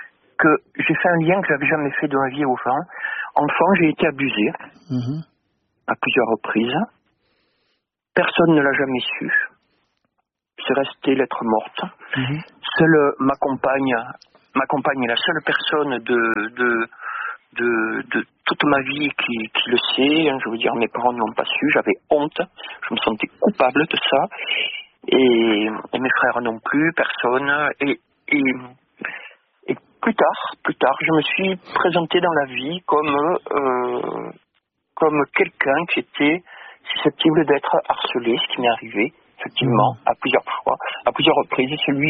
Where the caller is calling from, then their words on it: Bordeaux, Nouvelle-Aquitaine, France; Alors moi j'appelle de Bordeaux.